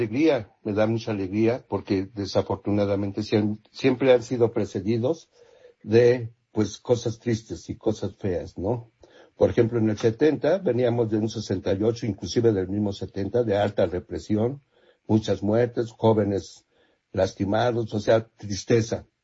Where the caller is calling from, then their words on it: Mexico City, Mexico; de Coajimalpa.